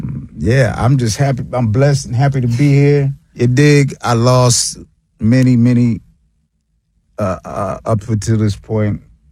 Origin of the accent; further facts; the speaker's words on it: New York City, New York, United States; I'm from South Jamaica, Queens, New York.